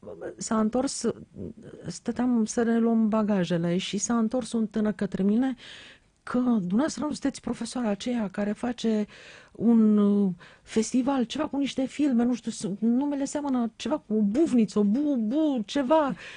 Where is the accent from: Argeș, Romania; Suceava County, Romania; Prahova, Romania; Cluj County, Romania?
Prahova, Romania; Ploiești; eu sunt din Ploiești sau cam așa